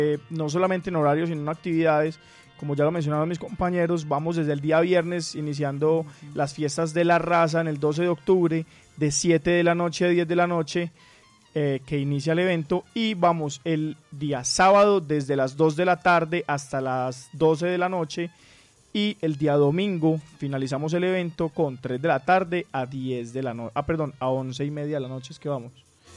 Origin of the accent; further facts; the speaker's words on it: Medellín, Antioquia, Colombia; born there; Yo soy nacido allá, de la Comuna 6 en general, porque eso es una comunidad gigante, de Medellín en su totalidad.